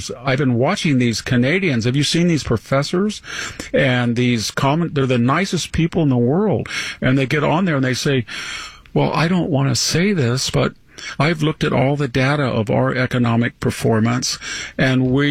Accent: Fresno, California, United States; Hey, I'm from Fresno, and there's no San Joaquin Valley representation in the National Post or BBC and CBC

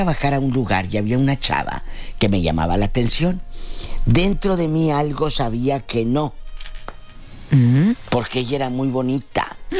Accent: Michoacán, Mexico; Soy de Michoacán, diva.

